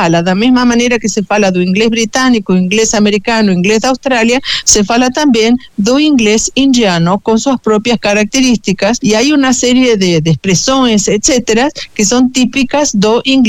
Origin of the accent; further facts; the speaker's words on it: Argentina; Portuguese is a second language; now in Brazil; eu, quando vim morar no Brasil, eu sou argentina